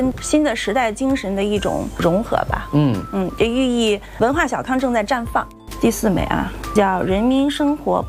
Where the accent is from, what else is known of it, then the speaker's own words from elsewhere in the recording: China; 我是一个中国人。